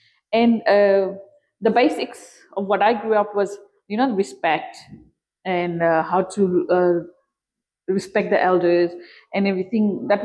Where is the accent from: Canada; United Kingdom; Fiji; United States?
Fiji; moved away as an adult; now in Australia; Because we're from Fiji